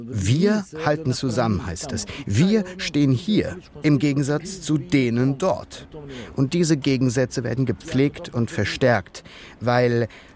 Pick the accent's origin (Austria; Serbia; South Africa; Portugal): Serbia; Ich als Serbe verstehe Menschen mit anderen Religionen und Traditionen und nehme das auf relativ normale Weise an.